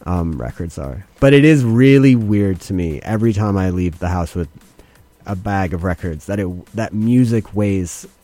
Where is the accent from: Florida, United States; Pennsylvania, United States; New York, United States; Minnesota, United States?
New York, United States; I grew up in the East Village